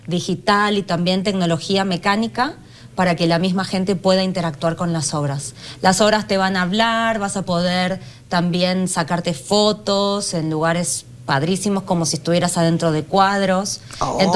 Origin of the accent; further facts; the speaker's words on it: Argentina; now in Mexico; no es el mejor momento para ser argentina en México.